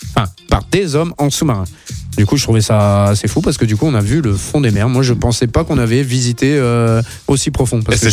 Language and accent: French; Hauts-de-France, France; chez nous, dans le Nord.